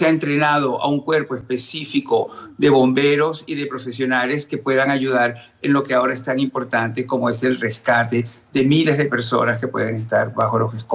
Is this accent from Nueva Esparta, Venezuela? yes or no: no; Caracas, Capital District, Venezuela; moved away; La zona donde viven mis padres y donde yo nací, el este de Caracas, es uno de los sitios más afectados de Caracas.